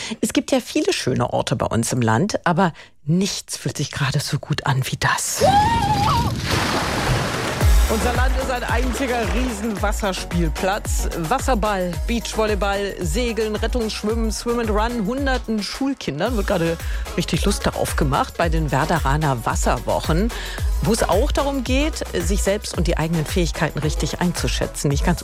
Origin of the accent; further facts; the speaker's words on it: Brandenburg, Germany; Wie gut, dass wir als Brandenburger den nächsten See immer gleich um die Ecke haben.